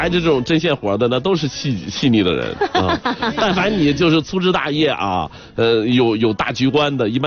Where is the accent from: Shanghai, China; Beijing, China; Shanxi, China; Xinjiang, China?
Shanxi, China; Yuncheng